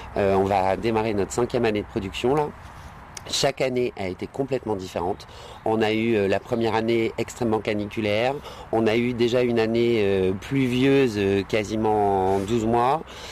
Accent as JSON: {"language": "French", "region": "Nouvelle-Aquitaine", "country": "France", "said": "chez nous, en Charente-Maritime"}